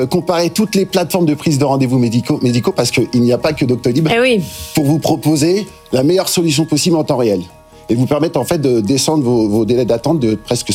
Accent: Lyon, Auvergne-Rhône-Alpes, France

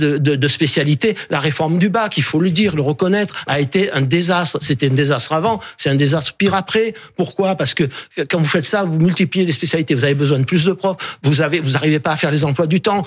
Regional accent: Arles, Provence-Alpes-Côte d'Azur, France; une ville comme la mienne, qui est une ville de 50 000 habitants, parce que je suis né à Arles et j'y ai passé mon enfance

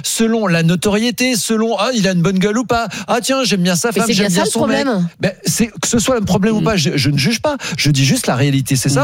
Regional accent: France; Non, je suis un Français moyen.

